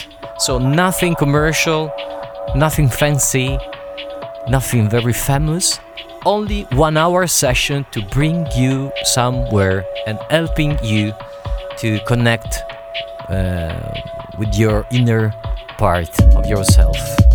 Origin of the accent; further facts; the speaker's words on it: Italy; now in Dubai, United Arab Emirates; I'm a Spaghettini. I'm an Italian guy but living in Dubai.